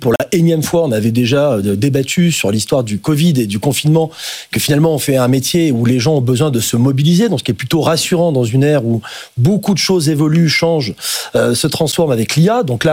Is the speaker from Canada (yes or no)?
no; France; chez nous en France